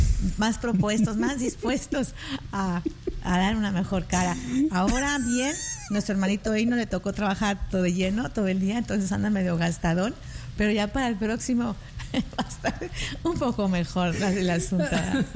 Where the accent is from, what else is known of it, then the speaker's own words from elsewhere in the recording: Monterrey, Nuevo León, Mexico; Sí, yo soy de Monterrey, bellísima.